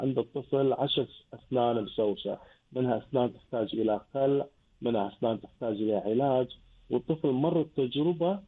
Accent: Kuwait; وهذه أكثر الشغلات الأغلاط الشائعة عندنا بالكويت.

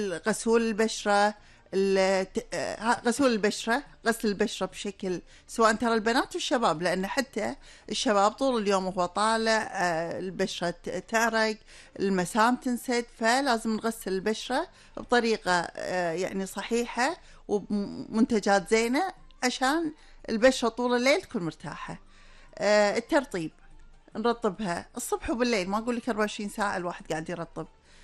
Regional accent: Kuwait; عندنا بالكويت

